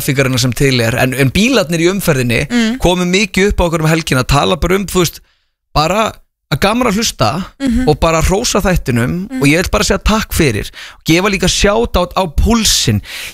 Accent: Vestmannaeyjar, Southern Region, Iceland; Ég er frá Vestmannin sko.

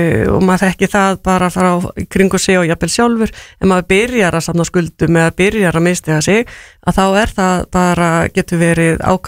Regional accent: Húsavík, Northeastern Region, Iceland; ég er frá Húsavík

